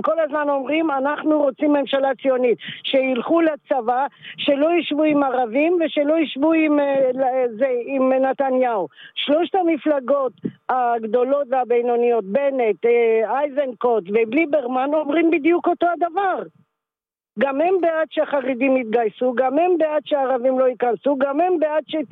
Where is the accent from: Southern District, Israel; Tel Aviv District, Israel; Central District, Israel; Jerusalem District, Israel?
Tel Aviv District, Israel; Tel Aviv; בתל אביב.